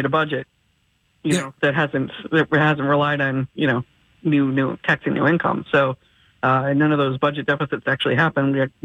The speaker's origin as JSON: {"language": "English", "region": "New York", "country": "United States", "tie": "born or raised there", "said": "I've been here for like 30 years, but I grew up in New York."}